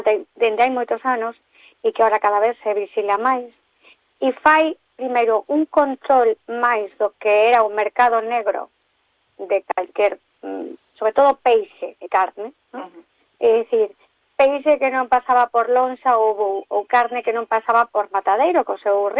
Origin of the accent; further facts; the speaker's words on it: Galicia, Spain; Sabe comer, pero sí, pero comer, comer como boa galega dáseme bastante ben.